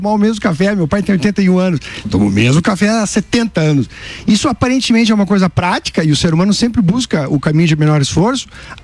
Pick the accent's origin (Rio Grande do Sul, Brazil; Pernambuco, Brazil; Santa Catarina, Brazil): Rio Grande do Sul, Brazil; Sou gaúcho.